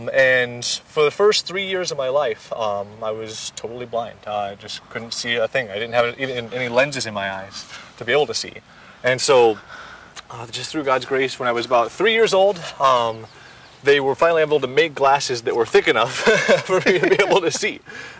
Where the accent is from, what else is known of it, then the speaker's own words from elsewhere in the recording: North Edwards, California, United States; born there; also born or lived in Salt Lake City, Utah; And I just started going to school out there, really, really rural place, not very much room. We moved from California City to North Edwards, and was going to school in North Edwards.